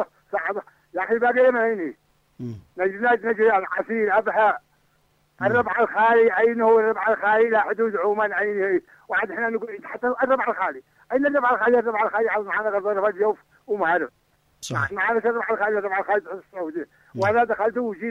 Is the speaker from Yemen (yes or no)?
yes; Yemen; عندنا في اليمن استعملتنا